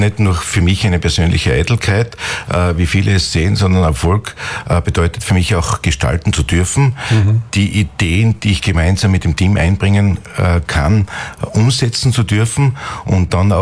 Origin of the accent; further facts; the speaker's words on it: Styria, Austria; immer in meiner Heimatregion arbeiten haben zu dürfen, besonders im oberen Murtal.